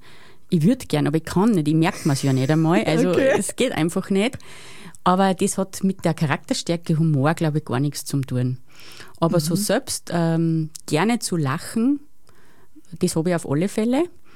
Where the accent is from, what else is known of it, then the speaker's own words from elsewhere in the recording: Strobl, Salzburg, Austria; Ich komme aus Strobl am Wolfgangsee